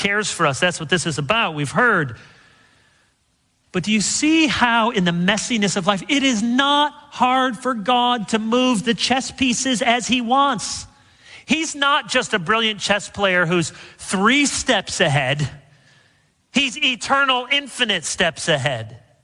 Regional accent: Michigan, United States; moved away; where I grew up in Michigan

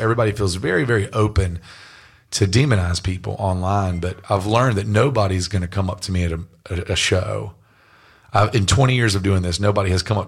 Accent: North Carolina, United States; moved away as an adult; I'm a redneck from North Carolina, like, I never left this state until I was 18 years old.

